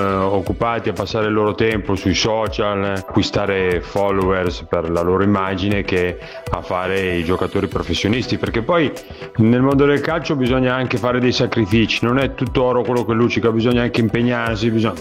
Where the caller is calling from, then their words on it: Milan, Lombardy, Italy; da Milano.